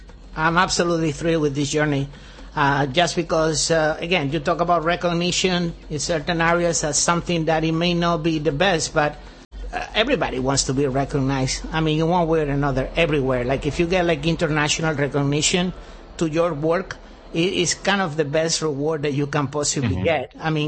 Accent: Canary Islands, Spain; moved away; I'm from Canary Islands, so we have this connection with America, and we always had it.

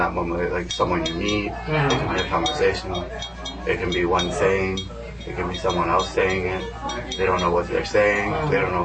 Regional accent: Dominican Republic; I grew up in Dominican Republic.

